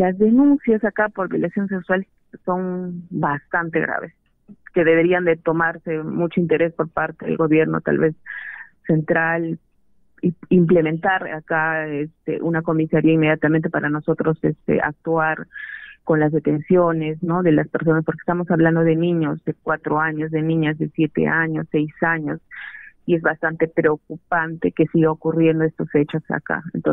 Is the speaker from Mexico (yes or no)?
no; Puno, Peru; born there; now in Cusco, Peru; Yo soy de la ciudad de Puno, nací allá, estoy en el Cusco, trabajaba allá también como fiscal en el Cusco.